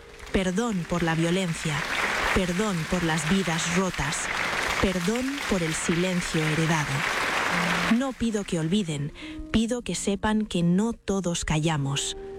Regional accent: Extremadura, Spain; born there; Nací en Extremadura, una tierra antigua, de piedras viejas y silencios largos. Crecí escuchando historias de gloria, de imperios, de conquistas

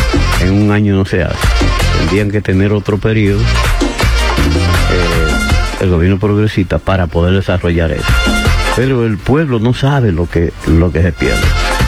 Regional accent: Dominican Republic; Pero eso no lo podemos pagar los dominicanos.

